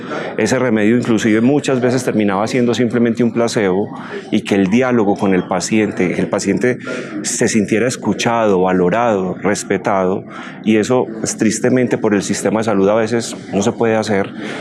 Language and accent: Spanish; Colombia